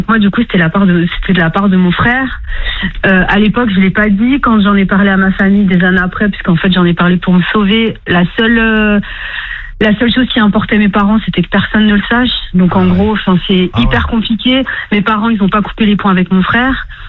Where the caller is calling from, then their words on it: Vannes, Brittany, France; j'habite à Vannes et je travaille en tant qu'éducatrice dans la protection de l'enfance depuis 2022 et en ce moment je suis sur Lorient.